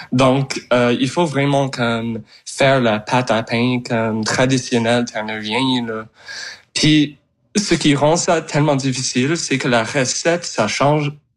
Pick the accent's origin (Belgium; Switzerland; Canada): Canada; Conception Bay South, Newfoundland and Labrador; Bon, moi, j'ai grandi à Conception Bay South, c'est juste à côté de Saint-John's.